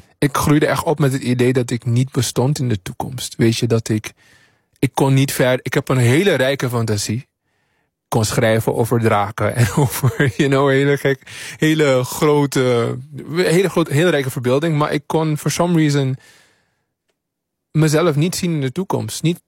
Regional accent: Suriname; born there; moved away; toen ik in Suriname woonde

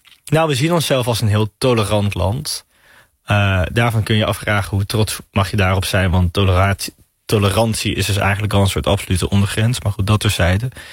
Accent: Amsterdam, North Holland, Netherlands; En daar ben ik ook trots op als Nederlander, als Amsterdammer.

